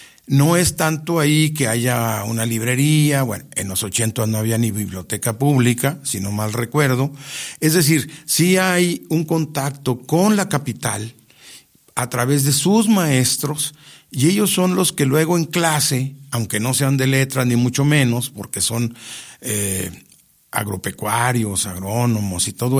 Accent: San Juan del Río, Querétaro, Mexico; moved away; Yo soy de allá, de San Juan del Río, pero además allá está toda mi familia, digamos, paterna.

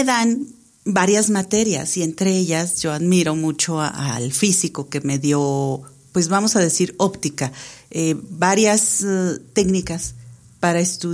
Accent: Durango, Mexico; moved away; Regreso a Durango, sinceramente, siempre regreso a mi tierra, voy y vengo

